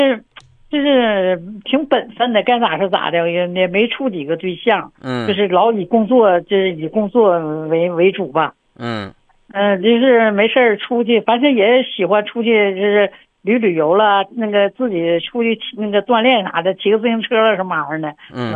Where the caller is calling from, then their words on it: Harbin, Heilongjiang, China; 因为我是哈尔滨的，